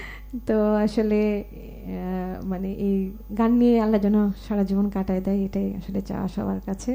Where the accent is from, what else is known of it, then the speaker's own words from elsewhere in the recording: Rajshahi, Rajshahi Division, Bangladesh; আমি যেহেতু রাজশাহীর মেয়ে।